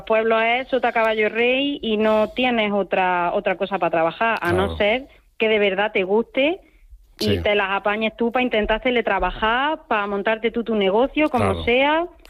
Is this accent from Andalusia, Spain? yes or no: yes; Villacarrillo, Andalusia, Spain; born or raised there